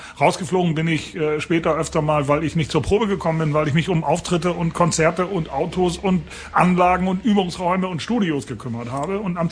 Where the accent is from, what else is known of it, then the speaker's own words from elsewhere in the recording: Bremen, Germany; Ich bin aufgewachsen in Bremen